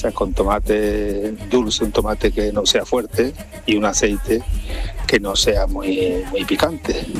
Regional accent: Córdoba, Andalusia, Spain; Buenos días … de Córdoba. Pues como buen cordobés, mi madre hacía un salmorejo buenísimo

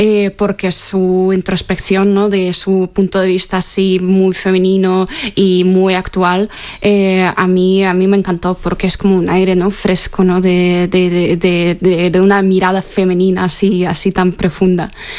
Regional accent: Russia; Spanish is a second language; moved away; siendo una rusa

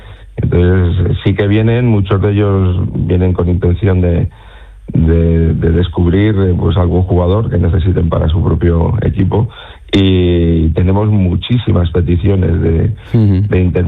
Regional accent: Córdoba, Andalusia, Spain; born there; toda la familia estuvimos viviendo aquí en Córdoba. Yo me acuerdo que iba al colegio de La Salle

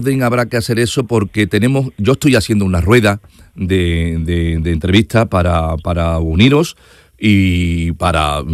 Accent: Seville, Andalusia, Spain; Es que yo soy de Triana y no necesito ser gitana para entender a Manuel.

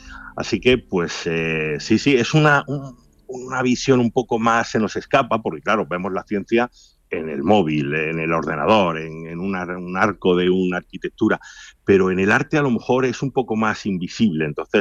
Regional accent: Granada, Andalusia, Spain; muchos de nuestros colaboradores son de Andalucía, yo mismo soy de Granada.

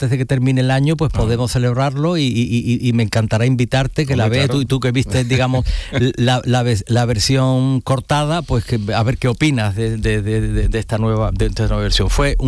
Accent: Seville, Andalusia, Spain; now in Madrid, Spain; Y he hecho aquí mi tierra, que es Andalucía, y que bueno, yo me vine muy niño, muy jovencito a Sevilla, y aquí he rodado mucho.

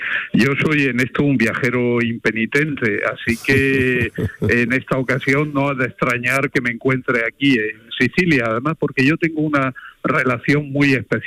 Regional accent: Granada, Andalusia, Spain; Yo, que soy granadino de pura cepa, perdón por la expresión, pero claro, es que nací debajo de la Alhambra, en el Paseo de los Tristes, pues resulta, y toda mi familia pues ha sido granadina de toda la vida

